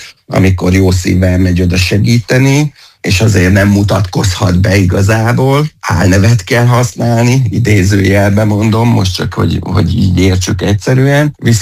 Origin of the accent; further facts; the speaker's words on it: Hungary; ott is tudják, hogy Magyarországról vagyunk, ott is a döntéshozók tudták, hogy reformátusok vagyunk